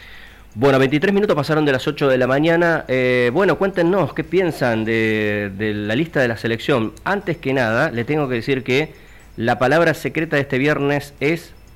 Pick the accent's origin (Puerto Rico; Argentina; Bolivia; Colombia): Argentina; porque somos argentinos, podría responder rápidamente, ¿no?